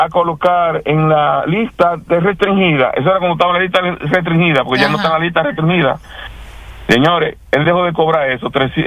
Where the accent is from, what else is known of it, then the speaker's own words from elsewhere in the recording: Dominican Republic; Yo me alegro como dominicano